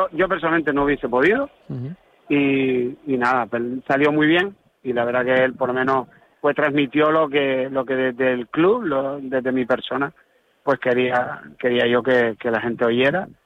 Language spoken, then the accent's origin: Spanish; Las Palmas de Gran Canaria, Canary Islands, Spain; Yo crecí en el barrio de Escalerita.